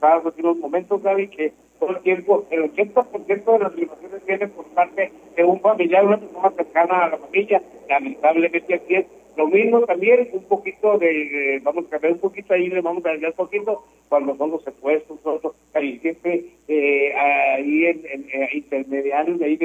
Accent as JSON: {"language": "Spanish", "town": "Indé", "region": "Durango", "country": "Mexico", "tie": "born or raised there", "said": "Nací en Indé, Durango."}